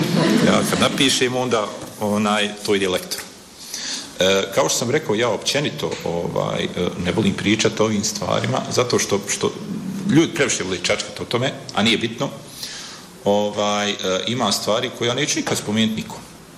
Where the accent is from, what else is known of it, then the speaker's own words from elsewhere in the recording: Maglaj, Zenica-Doboj Canton, Bosnia & Herzegovina; Ja sam se često družio sa starim ljudima, pogotovo kod nas u Maglajevo, sa ljudima iz džamije.